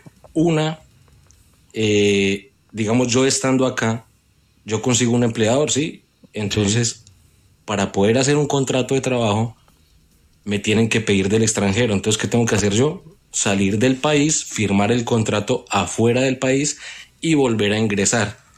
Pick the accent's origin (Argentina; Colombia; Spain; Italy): Colombia; now in Chile; soy colombiano.